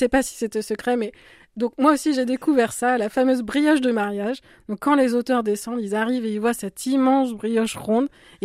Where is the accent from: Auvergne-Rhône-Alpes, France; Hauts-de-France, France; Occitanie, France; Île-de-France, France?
Île-de-France, France; moved away as an adult; now in Montaigu, France; je viens d'Île-de-France. En fait, j'ai commencé ma carrière là-bas en tant que bibliothécaire.